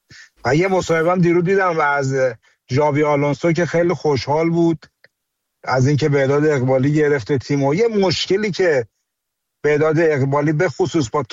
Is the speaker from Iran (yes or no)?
yes; Iran; به عنوان یه ایرانی